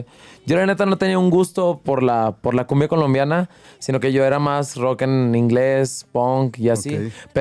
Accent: Guadalupe, Nuevo León, Mexico; yo me crié en la Cañada Blanca, que es un barrio de ahí de Guadalupe.

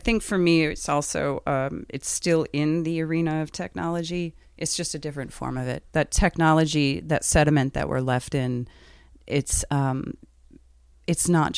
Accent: United States

